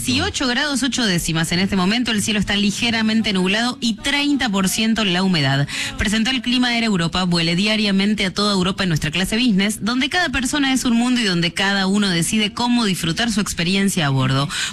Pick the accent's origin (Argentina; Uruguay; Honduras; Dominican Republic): Argentina; Buenos Aires; born there; Yo soy nacida acá, en Capital. Sí, Capital Federal.